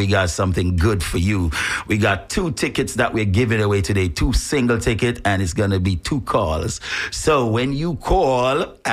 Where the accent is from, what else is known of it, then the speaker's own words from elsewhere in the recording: Trelawny Parish, Jamaica; also born or lived in Kingston; I came from Trelawney, right over St. Anne. I run those streets a lot, so I know the hills of St. Anne, yeah, from the cockpit of Trelawney, where I came from. Grew up, you know, born Kingston, but grew up there.